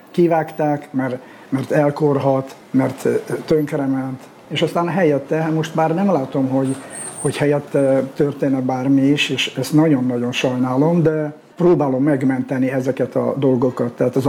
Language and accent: Hungarian; Hungary; born there; tehát ide születtem